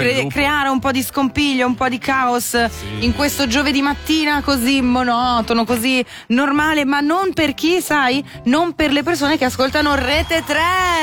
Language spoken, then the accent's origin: Italian; Locarno, Ticino, Switzerland; vengo da Locarno.